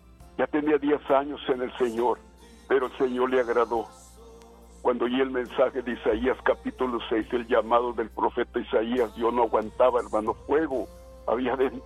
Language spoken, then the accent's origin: Spanish; Mexico; born there; Y mi hermano, yo nací en México, yo no quería volver para México por la pobreza que pasamos.